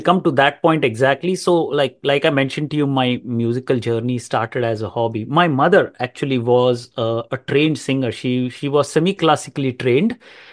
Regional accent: India; English is a second language; moved away as an adult; now in Canada; I'm originally from India. I migrated here to Canada in 2014

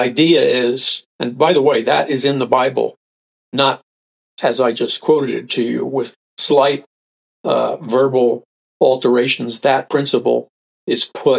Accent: New York City, New York, United States; I remember growing up in New York City, people talked very straight, a lot of people are turned off, but you know, I can't do anything about that. That's where I was raised.

